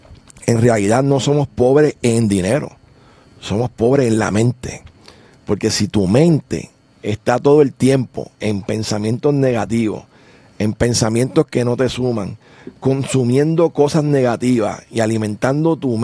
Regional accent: Puerto Rico; de dónde salió, de dónde salimos como pueblo puertorriqueño

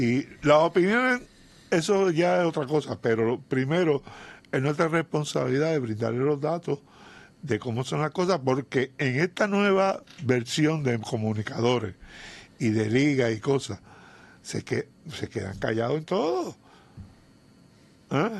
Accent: Ponce, Puerto Rico; Yo nací en Ponce.

